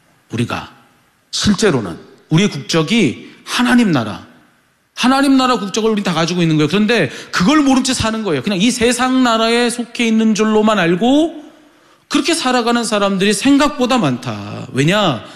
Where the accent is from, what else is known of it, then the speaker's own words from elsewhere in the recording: South Korea; 내가 한국 사람이라는 것을